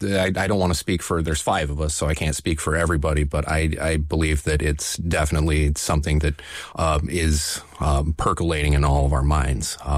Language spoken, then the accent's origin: English; Kalamazoo, Michigan, United States; moved away as an adult; when I first came to town here, I didn't necessarily feel comfortable playing a lot of the louder punk rock that I had been used to in my hometown of Kalamazoo.